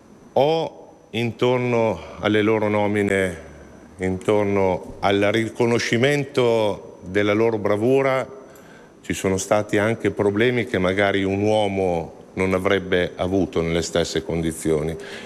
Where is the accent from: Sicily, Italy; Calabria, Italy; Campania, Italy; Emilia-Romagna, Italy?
Emilia-Romagna, Italy; sono emiliano romagnolo e per me è fondamentale